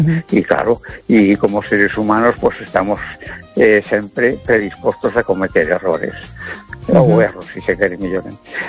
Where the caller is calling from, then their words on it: A Coruña, Galicia, Spain; de Coruña.